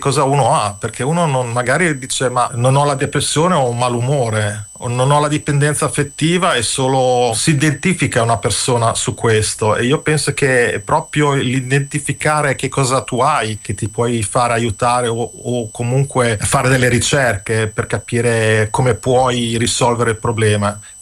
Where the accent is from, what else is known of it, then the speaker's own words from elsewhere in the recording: Bologna, Emilia-Romagna, Italy; Bolognese.